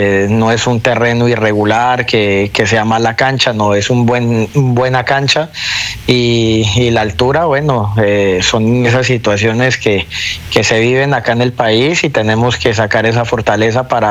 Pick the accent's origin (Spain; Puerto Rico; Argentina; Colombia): Colombia; now in Ambato, Ecuador; Ambato es la ciudad donde me vio llegar, donde yo llegué de Colombia y abrí las puertas al Ecuador fue por Ambato.